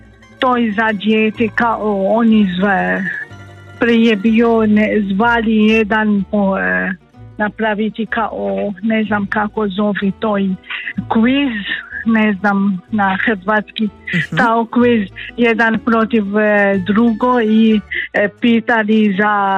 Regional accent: Lebanon; Croatian is a second language; now in Slavonski Brod, Croatia; Slušam od kad došla u Brod. Aha, a kad ja sam došla? Iz Libanona. Ja sam iz Libanona.

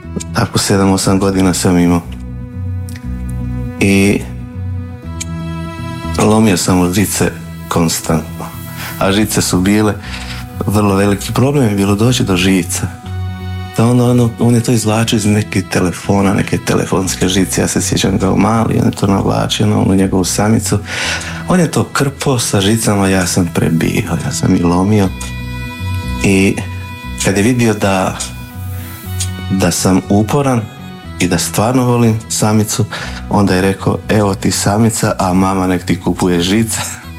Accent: Drenovci, Vukovar-Srijem County, Croatia; now in Osijek, Croatia; rodom sam iz Drenovaca, živim u Osijeku već 40 godina.

